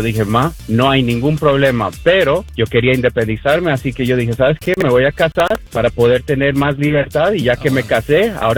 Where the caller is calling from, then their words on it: Toronto, Ontario, Canada; Saludos desde Toronto, Canadá.